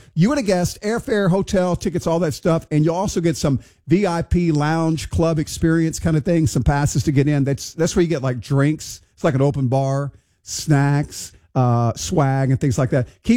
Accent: Texas, United States; Texas is my home state

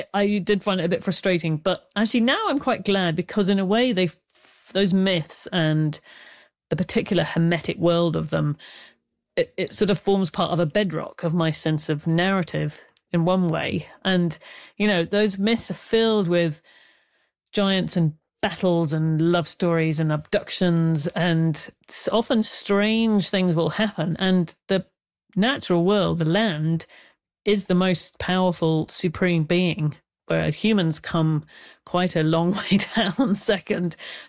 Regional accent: United Kingdom; born there; also born or lived in Northern Ireland; I was born in Ireland, but I don't know if you can probably tell by the way I speak, I grew up mostly in Britain, but my father was one of those emigrants who never quite got over leaving.

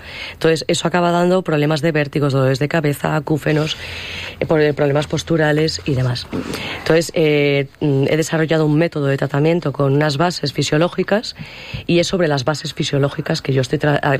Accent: El Bierzo, Castile and León, Spain; yo soy berciana

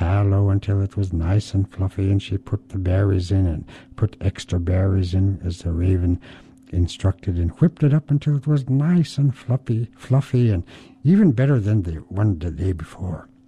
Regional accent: Bethel, Alaska, United States; I'm from Bethel, Southwest Alaska.

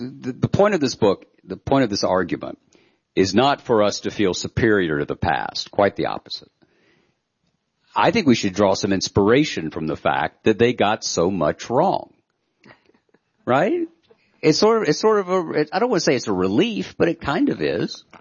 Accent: the South, United States; Again, I'm a Southerner

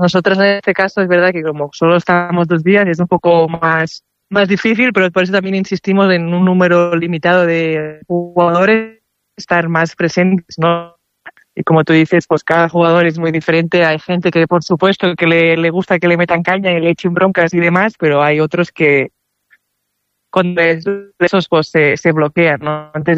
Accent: Mataró, Catalonia, Spain; somos de Barcelona, Mataró, Angie es americana

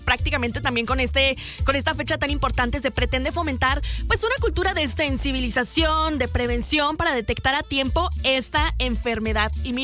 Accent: Mexico; ahí les va un refrán mexicano, porque tenemos varios

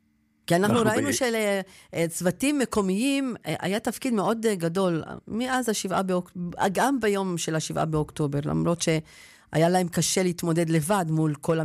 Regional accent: Northern Israel, Israel; אני גם צפונית

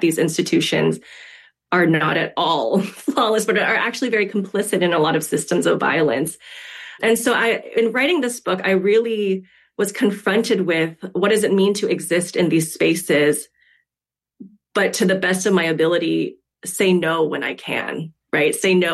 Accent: California, United States; the first Asian ethnoburb where I grew up in San Gabriel Valley outside of Los Angeles

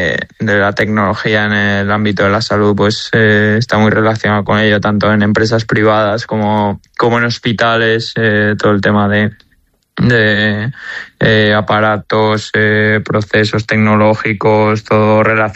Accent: Valencia, Valencian Community, Spain; porque al final yo me he criado allí, soy del Valencia y voy a ser de Valencia toda la vida

